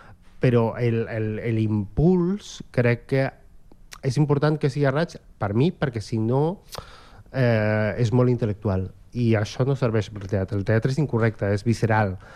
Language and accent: Catalan; Argentina; Catalan is a second language; moved away; Abans d'aprendre a escriure castellà, perquè sóc d'Argentina